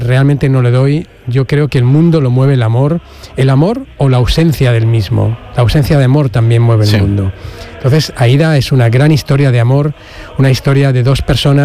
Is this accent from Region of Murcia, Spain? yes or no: yes; Region of Murcia, Spain; also born or lived in Barcelona; now in Seville, Spain; Sí, no soy catalán, yo soy murciano realmente. Y me fui a Barcelona a estudiar al Instituto del Teatro. Y luego lo que no sabéis es que yo vivo en Sevilla hace 10 años.